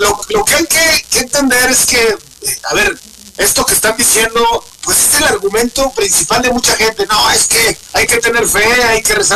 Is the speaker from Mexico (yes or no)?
yes; Mexico; y es que como mexicanos hay que echar buena vibra